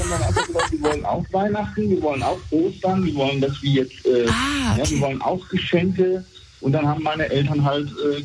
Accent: Bad Soden am Taunus, Hesse, Germany; Ja, wir sind in Bad Soden am Taunus groß geworden und jeder kannte ihn halt durch seinen Job.

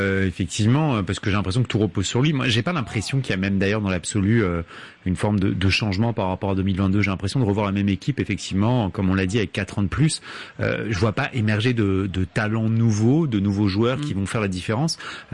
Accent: France; on se retrouve non même en tant que Français dans la physionomie de l'équipe d'Angleterre.

